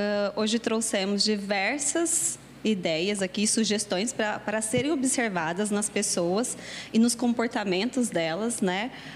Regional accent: Campinas, São Paulo, Brazil; Eu sou natural de Campinas.

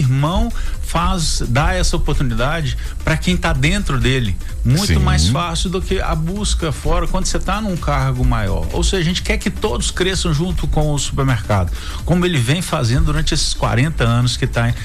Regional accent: Caratinga, Minas Gerais, Brazil; also born or lived in Inhapim; nós somos de Caratinga, nós somos do Inhapim

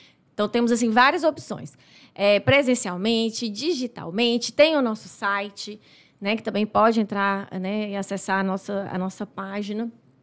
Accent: Nanuque, Minas Gerais, Brazil; Eu sou daqui de Nanuque, né, meus pais daqui, sou de uma família toda daqui, sou filha e neta de empreendedores.

